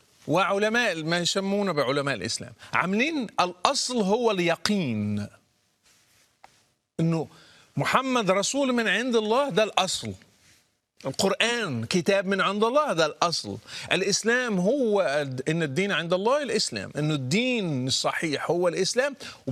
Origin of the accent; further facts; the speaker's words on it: Morocco; لأنه كان عندنا في المغرب فكرة من ضمن التخويف